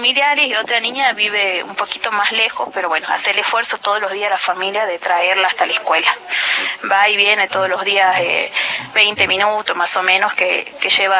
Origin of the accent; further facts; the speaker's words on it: Jujuy, Argentina; tanto como argentino como jujeños.